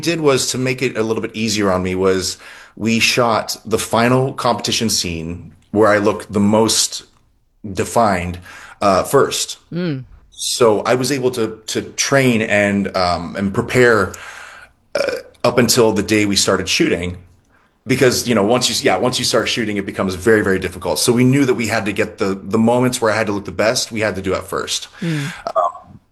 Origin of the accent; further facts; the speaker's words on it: Ohio, United States; I'm from Tuscarawas County, mm-hmm. and it is the most beautiful place.